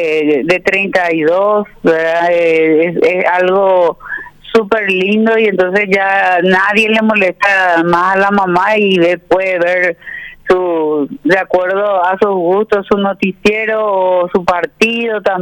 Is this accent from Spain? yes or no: no; Paraguay